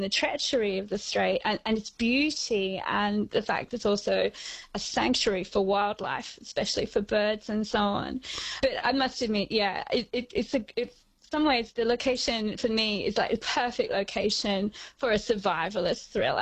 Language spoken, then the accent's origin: English; Burnie, Tasmania, Australia; I grew up in Burnie on the northwest coast of Tasmania, where you didn't really go to the beach much.